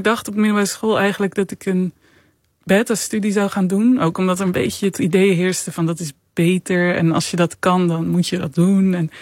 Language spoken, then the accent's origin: Dutch; Netherlands; En wij als Nederlanders die daarheen gaan.